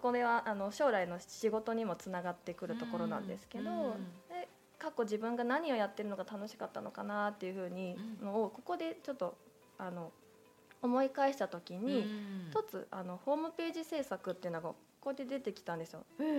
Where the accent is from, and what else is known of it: Kobe, Hyogo, Japan; born or raised there; moved away as an adult; also born or lived in Tokyo